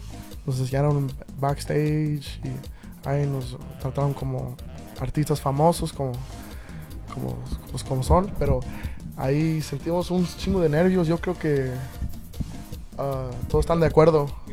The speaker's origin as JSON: {"language": "Spanish", "town": "Indianapolis", "region": "Indiana", "country": "United States", "tie": "born or raised there", "said": "yo soy nacido y criado aquí en Indianápolis"}